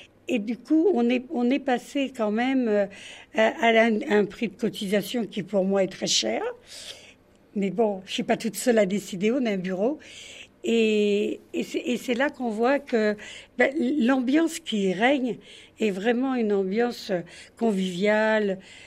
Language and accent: French; Paris, Île-de-France, France; now in Île Dorée, France; comme moi je suis parisienne, quand on arrive, c'est vrai que c'est un peu compliqué.